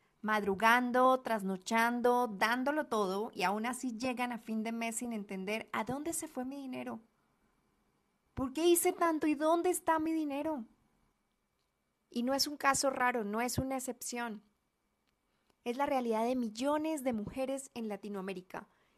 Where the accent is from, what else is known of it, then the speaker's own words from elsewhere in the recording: Colombia; now in Guadalajara, Mexico; colombiana, hoy vivo en Guadalajara, México